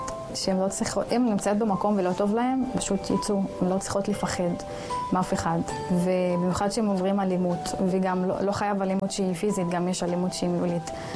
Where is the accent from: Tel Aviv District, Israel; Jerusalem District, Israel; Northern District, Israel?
Northern District, Israel; Kafr Manda; אני גדלתי בכפר מנדזי, כפר ערבי מוסלמי. כיום אני רואה את עצמי ישראלית לכל דבר.